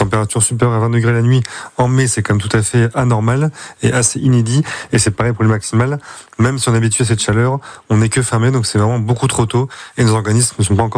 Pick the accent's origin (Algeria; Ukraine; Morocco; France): France; Rennes, Brittany; en plein centre-ville de Rennes, qui est ma ville natale quand même, donc je suis né là-bas en 91